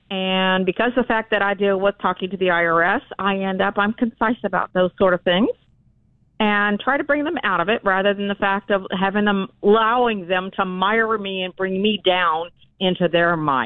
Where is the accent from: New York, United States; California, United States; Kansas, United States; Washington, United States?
California, United States; Los Angeles; moved away; I grew up originally in California, the granola state.